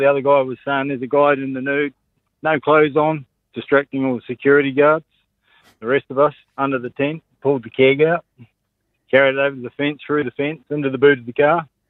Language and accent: English; Christchurch, Canterbury, New Zealand; So I'm a Kiwi lad and grew up in the great town of Christchurch.